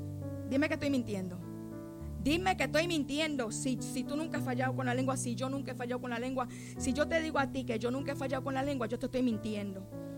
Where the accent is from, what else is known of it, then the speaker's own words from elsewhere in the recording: Grove Place, St. Croix, U.S. Virgin Islands; Yo nací, me crié en Grove Place, uno de los barrios más malos en esta isla, que ahí no se mete que no vive en Grove, ¿ok? Y yo soy de ese barrio, nacida y criada ahí.